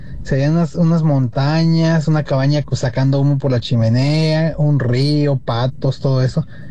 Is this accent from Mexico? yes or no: yes; Pátzcuaro, Michoacán, Mexico; Yo volvería a hacer un viaje que hacía desde mi pueblo, desde Pátzcuaro, Michoacán, a México, a la Ciudad de México.